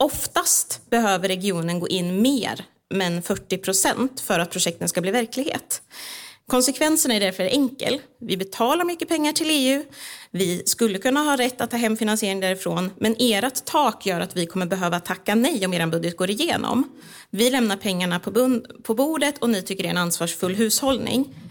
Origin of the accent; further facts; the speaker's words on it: Hallsberg, Örebro County, Sweden; uppskattar ju flyttningen till min hemort Hallsberg med alla tågreferenser